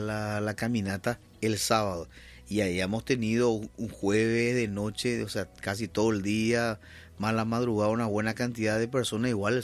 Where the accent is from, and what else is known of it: Paraguay